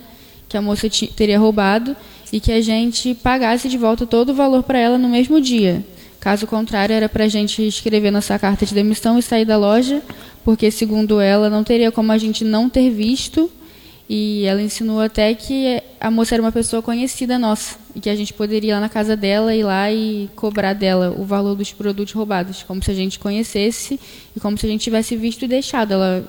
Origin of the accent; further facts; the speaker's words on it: Nilópolis, Rio de Janeiro, Brazil; Sou do Rio também, lá de Nilópolis.